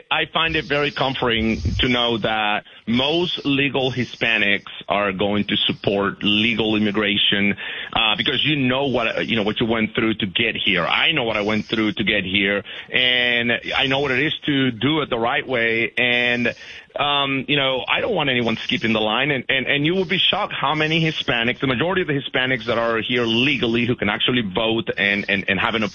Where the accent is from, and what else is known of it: Georgia, United States; born or raised there